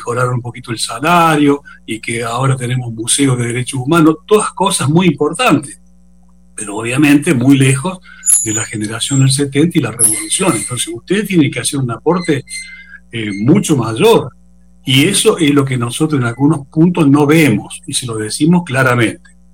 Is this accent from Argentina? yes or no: yes; Argentina; nosotros somos marxistas, leninistas, argentinos, sanmartinianos, latinoamericanos y caribeños